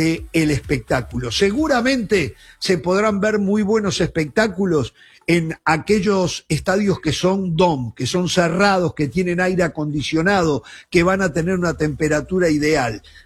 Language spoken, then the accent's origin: Spanish; Uruguay